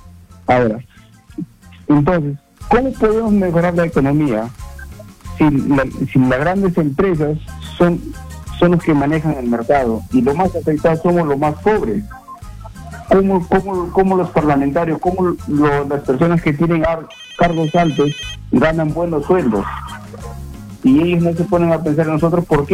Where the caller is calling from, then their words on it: Lima, Peru; llamo de acá de San Juan de Urigancho.